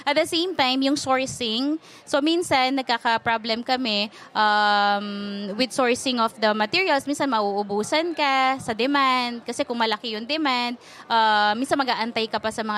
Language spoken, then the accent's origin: Tagalog; Santo Tomas, Pampanga, Philippines; we're from Pampanga, di ba?